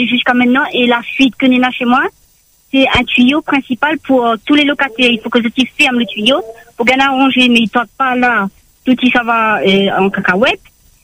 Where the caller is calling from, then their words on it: Le Tampon, Réunion; j'habite au Tampon.